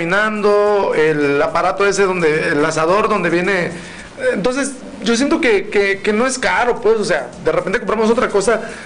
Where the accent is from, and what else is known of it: Mexico